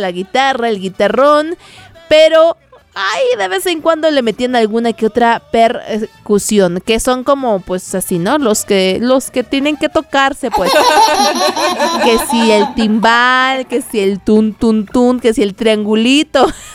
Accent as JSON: {"language": "Spanish", "country": "Mexico", "said": "somos mexicanos"}